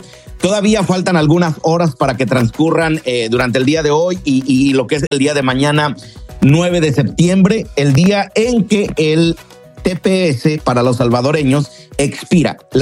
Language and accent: Spanish; Mexico; entrar a mí como buen mexicano tiene que ser una algarabía.